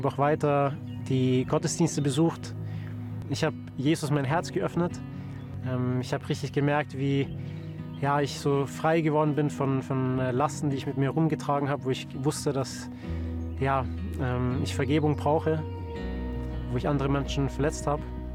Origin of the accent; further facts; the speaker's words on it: Upper Austria, Austria; 27 Jahre, bin geboren und aufgewachsen in Oberösterreich, in einer kleinen Stadt in der Nähe von Linz